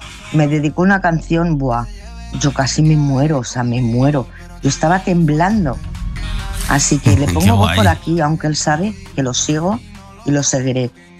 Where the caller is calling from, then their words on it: Salamanca, Castile and León, Spain; Es un rapero salmantino de aquí de mi tierra, que yo mi tierra la llevo por bandera